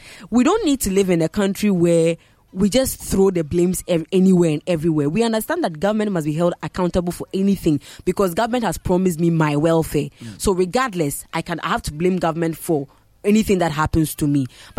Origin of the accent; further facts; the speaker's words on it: Ghana; as a Ghanaian